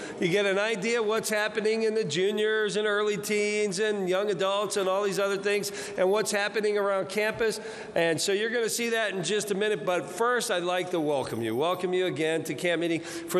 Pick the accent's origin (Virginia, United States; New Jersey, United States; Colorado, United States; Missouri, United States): New Jersey, United States; I'm from Jersey, so we say hang out.